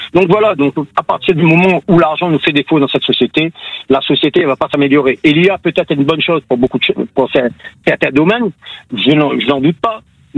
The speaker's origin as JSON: {"language": "French", "country": "Réunion", "moved": "yes", "lives_now": "Canet-en-Roussillon, France"}